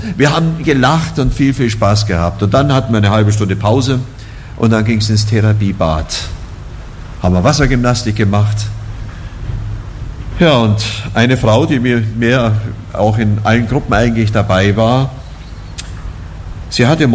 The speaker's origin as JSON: {"language": "German", "town": "Oberammergau", "region": "Bavaria", "country": "Germany", "said": "ich komme ja nur aus Oberammergau, dem Herrgottschnitzer Dorf"}